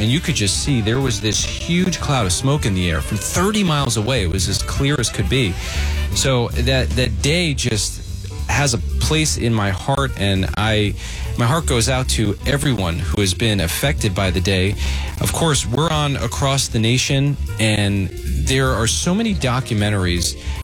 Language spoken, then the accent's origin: English; New Jersey, United States; I grew up in North Jersey